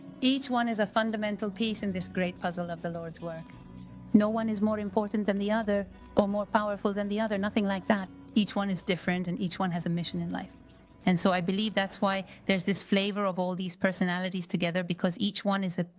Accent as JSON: {"language": "English", "region": "Nueva Esparta", "country": "Venezuela", "tie": "born or raised there", "second_language": "English", "moved": "as an adult", "said": "I am from Venezuela. From the island of Maria la Virgen del Daile, of course, it had a very important impact on my life, my history, my upbringing."}